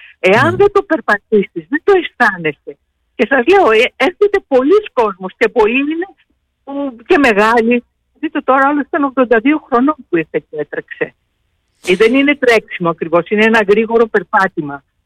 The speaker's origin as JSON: {"language": "Greek", "town": "Serres", "region": "Central Macedonia", "country": "Greece", "said": "Δεν υπάρχει, και εγώ σας το λέω, είμαι Σεραία, δεν είμαι από την Ηλία."}